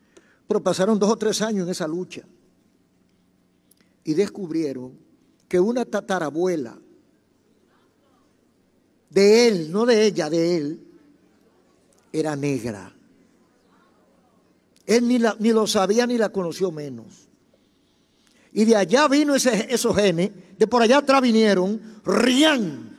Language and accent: Spanish; Dominican Republic; Nosotros no nos damos cuenta que nos parecemos, todos los dominicanos nos parecemos.